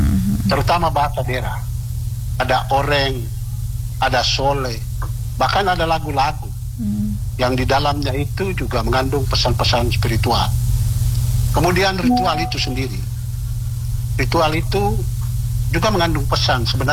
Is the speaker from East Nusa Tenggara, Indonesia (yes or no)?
yes; East Nusa Tenggara, Indonesia; also born or lived in Maumere / Sumatra; now in Lewoleba, Indonesia; saya ini orang Ilape.